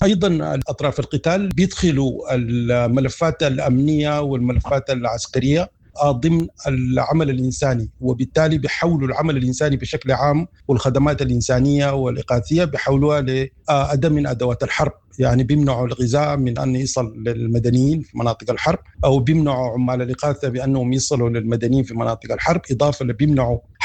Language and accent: Arabic; Sudan; كسودانيين